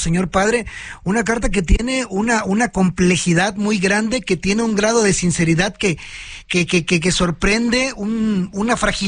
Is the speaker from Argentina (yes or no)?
no; Mexico